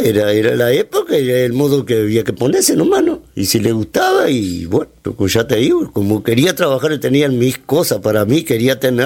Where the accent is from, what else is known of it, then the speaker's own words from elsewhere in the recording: Uruguay; also born or lived in Saldaña; Nací en Saldaña, criado en Las Cañas.